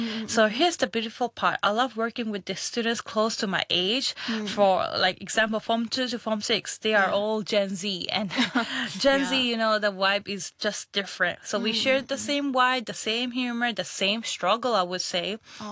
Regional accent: Hong Kong; growing up in Hong Kong as an ethnic minority

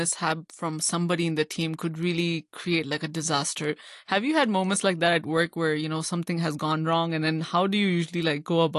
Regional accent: Pakistan; now in Hong Kong; as a Pakistani woman myself, or even an ethnically diverse person, a South Asian woman in Hong Kong

